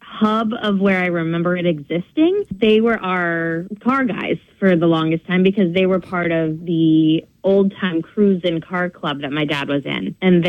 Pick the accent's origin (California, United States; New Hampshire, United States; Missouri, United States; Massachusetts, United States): New Hampshire, United States; Dover; Yep, I'm originally from Dover.